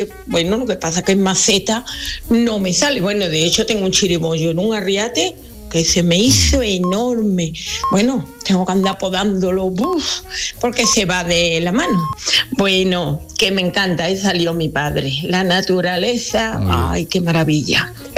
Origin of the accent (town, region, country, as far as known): Dos Hermanas, Andalusia, Spain